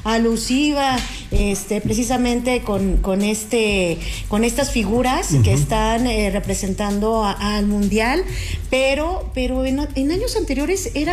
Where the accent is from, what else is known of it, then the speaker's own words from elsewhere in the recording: Cuernavaca, Morelos, Mexico; yo soy de San Antón.